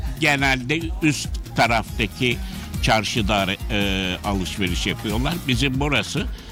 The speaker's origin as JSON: {"language": "Turkish", "region": "İzmir", "country": "Turkey", "also_born_or_lived": "Kuşadası", "said": "İzmirliyim ama yarım Kuşadalı sayılırım."}